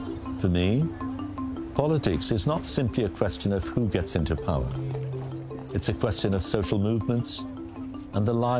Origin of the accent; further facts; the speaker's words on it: Bangladesh; I'm a photojournalist from Bangladesh.